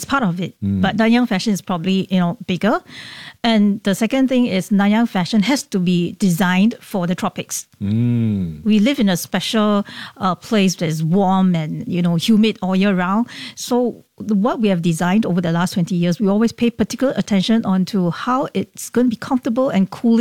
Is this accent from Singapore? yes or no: yes; Singapore; born there; I think it started with my when I was young, because I was born in Singapore, but my parents are Malaysian.